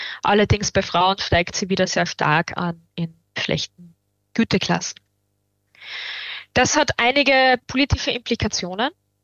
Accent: Upper Austria, Austria; oder in meinem Heimatbundesland Oberösterreich sind das Orte wie St. Martin im Mühlkreis oder Kremsmünster.

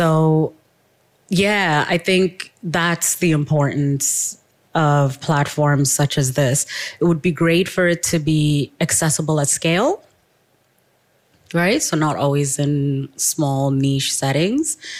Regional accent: South Africa; Speaking as a South African who's living in South Africa as well

